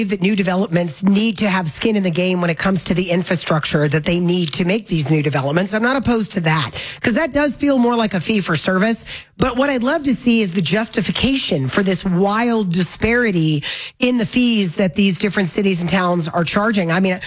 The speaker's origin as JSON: {"language": "English", "region": "Florida", "country": "United States", "moved": "yes", "lives_now": "Colorado, United States", "said": "I'm from Florida where water falls out of the sky every day. Yeah. I've never dealt with water issues until I moved here."}